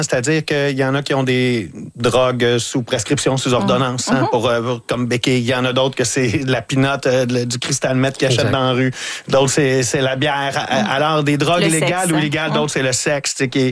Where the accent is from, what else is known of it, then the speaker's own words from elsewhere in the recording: Lavaltrie, Quebec, Canada; now in Montreal, Canada; moi, je viens de la Valtrie, dans la région de la Naudière, puis quand je suis arrivé à Montréal, c'était ma porte d'entrée vers Montréal, et j'ai pas mal toujours habité là depuis 25 ans.